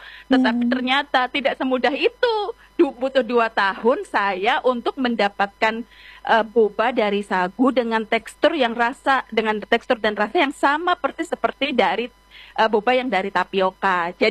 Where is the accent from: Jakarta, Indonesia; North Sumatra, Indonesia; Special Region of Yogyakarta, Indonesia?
Special Region of Yogyakarta, Indonesia; Yogyakarta; born or raised there; moved away as an adult; now in Jayapura, Indonesia